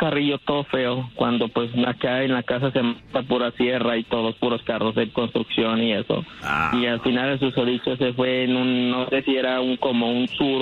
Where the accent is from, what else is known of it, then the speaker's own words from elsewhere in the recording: Nuevo León, Mexico; Sí, yo soy de Nuevo León.